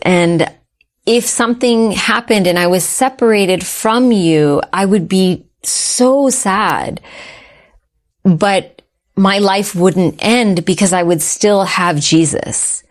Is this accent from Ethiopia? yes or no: no; Texas, United States; also born or lived in Calgary / Sri Lanka; I was born in Calgary, and then my family shifted to the States. So I grew up in Texas for a while